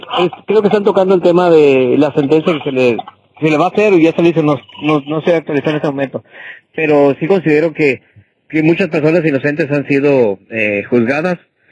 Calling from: Escobedo, Nuevo León, Mexico; desde Escobedo, Nuevo León

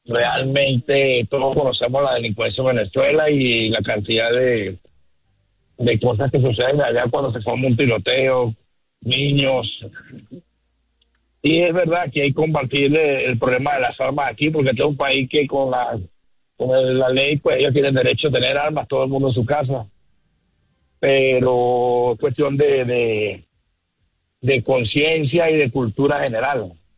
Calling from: Utah, United States; Te hablo de Utah.

